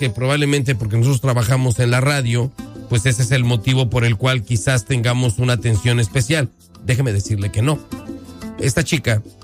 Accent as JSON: {"language": "Spanish", "country": "Mexico", "said": "como mexicanos, tenemos que tener la línea de emergencia de nuestro consulado a la mano"}